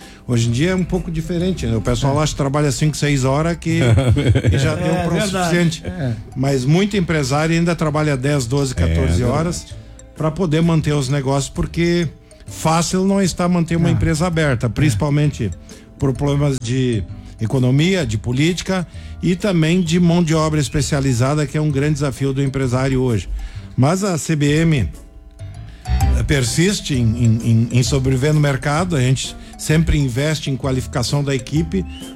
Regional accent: Cruzeiro do Sul, Rio Grande do Sul, Brazil; eu sou do interior do Cruzeiro do Sul, Picada São Gabriel. Atividade principal era filho de agricultores, né?

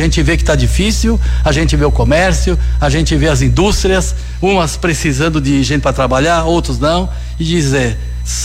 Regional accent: Muçum, Rio Grande do Sul, Brazil; E dizer que Mussum é a minha terra onde eu nasci.

